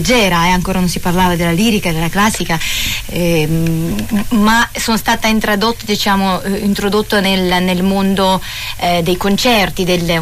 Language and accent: Italian; Urals, Russia; Italian is a second language; moved away as an adult; also born or lived in Moscow; now in Italy; nella mia città natale, negli Urali. Perché io forse dovrei dire che unisco nelle mie origini il sangue ucraino della mia mamma di Militopoli